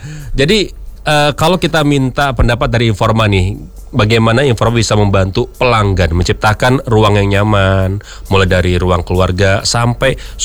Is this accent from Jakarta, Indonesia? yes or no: yes; Jakarta, Indonesia; Orang Jakarta. Orang Jakarta.